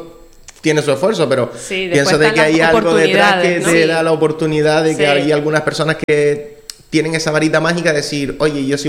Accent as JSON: {"language": "Spanish", "town": "Santa Brígida", "region": "Canary Islands", "country": "Spain", "said": "Romería de Santa Brígida, que es mi pueblo."}